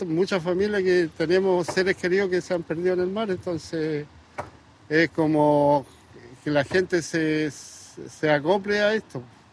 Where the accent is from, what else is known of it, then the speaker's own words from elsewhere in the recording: Pucatrihue, Los Lagos, Chile; Soy socio del Sindicato de Pescadores de Pucatrihue, de Hombres. Y también soy nacido y criado acá en la zona, así que reitero la invitación de Georgina para toda la gente de los alrededores, la comuna San Juan de la Costa en general